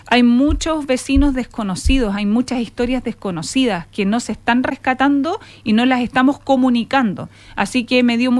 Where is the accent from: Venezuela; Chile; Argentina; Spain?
Chile; Valparaíso; me crié en esas casas en Valparaíso